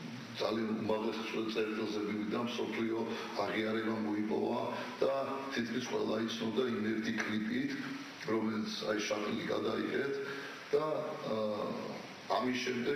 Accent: Kutaisi, Imereti, Georgia; ჩემი კუთხე არის და ჩემი სიყვარულის ქალაქი არის ქუთაისი

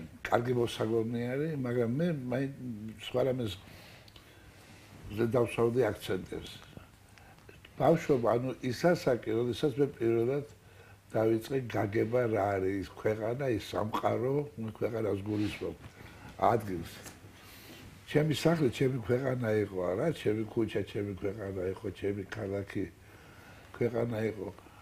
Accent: Tbilisi, Georgia; ბავშვობიდან დაიწყო ჩემი ასე ვთქვათ ჩართვა ამ ქალაქის ცხოვრებაში

